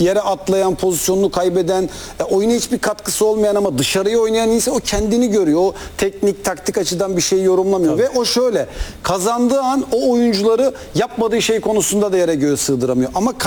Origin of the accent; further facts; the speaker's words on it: Gaziosmanpaşa, Istanbul, Turkey; İşte ben Gazi Osman Paşa, doğma büyüme oralıyım.